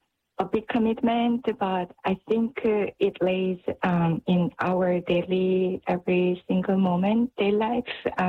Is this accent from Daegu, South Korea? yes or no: yes; Daegu, South Korea; the children's gathering in the Focolare movement that was happening in my hometown, Daegu.